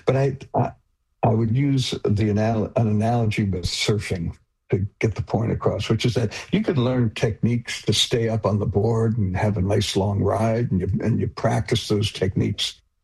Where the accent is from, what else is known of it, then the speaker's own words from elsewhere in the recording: Detroit, Michigan, United States; We're nine people from Detroit, and we do speak the musical language of our hometown.